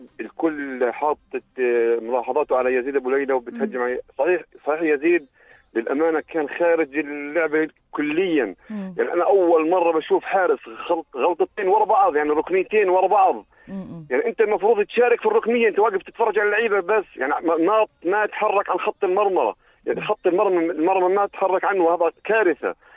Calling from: Jordan; إحنا كشعب أردني

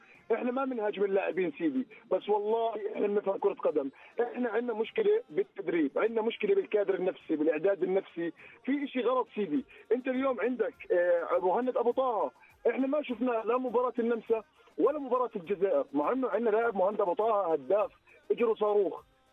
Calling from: Jordan

